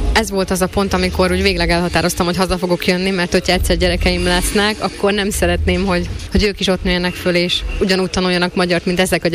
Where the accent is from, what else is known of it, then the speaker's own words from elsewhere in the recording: Slovakia; moved away; Az biztos, hogy amikor kikerültem Kanadában, akkor jött elő bennem az, hogy igenis magyar vagyok